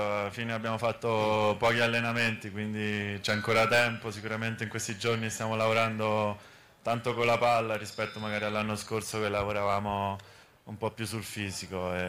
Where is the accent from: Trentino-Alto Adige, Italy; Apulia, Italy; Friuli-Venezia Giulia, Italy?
Friuli-Venezia Giulia, Italy; Pordenone; Napoletano, ma vengo da Pordenone.